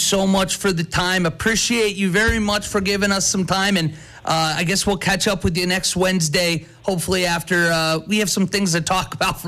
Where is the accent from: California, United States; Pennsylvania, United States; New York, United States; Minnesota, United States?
Pennsylvania, United States; Pittsburgh; I know you guys hear me talk at painful length about how proud I am to be from Western Pennsylvania, from Pittsburgh, Pennsylvania.